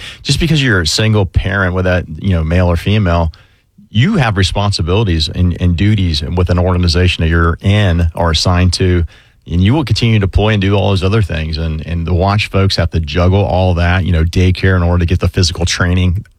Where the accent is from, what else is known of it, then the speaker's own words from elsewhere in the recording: Orange Park, Florida, United States; But I grew up in Orange Park. You know, I moved here when I was three, and, you know, I went to Orange Park High